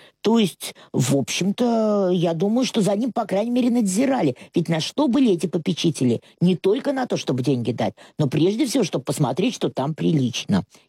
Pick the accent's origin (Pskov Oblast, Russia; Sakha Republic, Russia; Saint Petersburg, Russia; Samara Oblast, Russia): Saint Petersburg, Russia; born there; а я родилась в доме на Большой Подъяческой 8.